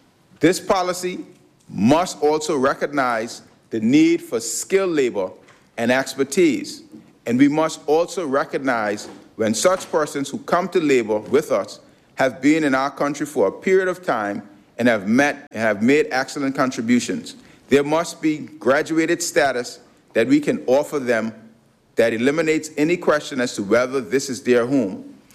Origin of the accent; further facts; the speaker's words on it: Turks & Caicos Islands; as for the Turks and Caicos Islands, although we are smaller, our situation is even more complex. We are an archipelago, which means we must maintain societies and economies in multiple islands. We are a British overseas territory